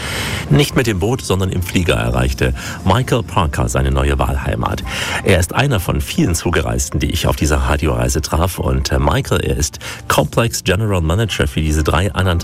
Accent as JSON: {"language": "German", "region": "East India", "country": "India", "second_language": "German", "said": "Ich esse am liebsten Fisch, gebraten, denn ich stamme ja aus dem Osten Indiens und da haben wir auch viel Fisch."}